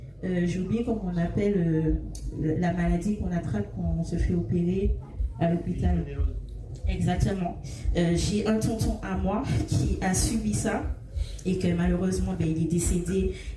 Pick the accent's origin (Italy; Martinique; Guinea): Martinique; Je bifurque un peu dans toutes les causes qu'il y a chez moi. Je suis de la Martinique.